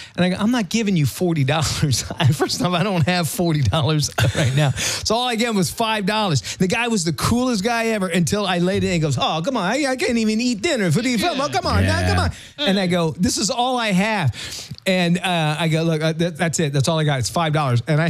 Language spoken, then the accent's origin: English; England, United Kingdom; Are you Italiano? And I go, no, I'm English.